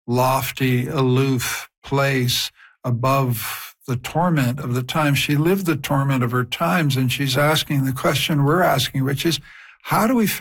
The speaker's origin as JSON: {"language": "English", "country": "Canada", "lives_now": "Vienna, Austria", "said": "I'm a Canadian professor of historical studies at Central European University in Vienna."}